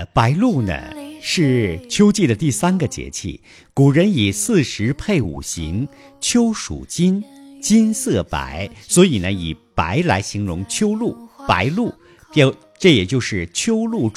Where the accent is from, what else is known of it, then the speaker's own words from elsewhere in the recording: Northeast China, China; now in Dongguan, China; 因为我昨天呢刚刚从我的家乡东北回到东莞，